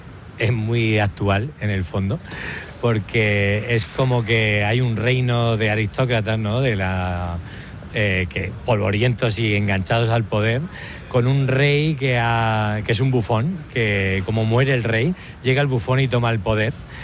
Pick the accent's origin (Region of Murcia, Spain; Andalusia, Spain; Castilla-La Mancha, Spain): Region of Murcia, Spain; Murcia; Soy de Murcia